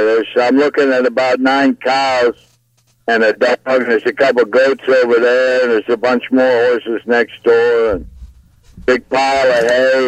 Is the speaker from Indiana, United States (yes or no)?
no; St. Louis, Missouri, United States; now in California, United States; I grew up in St. Louis